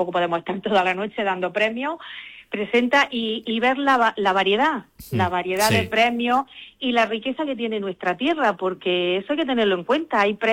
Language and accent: Spanish; Cantoria, Andalusia, Spain; no solo lo disfrutamos los cantorianos y las cantorianas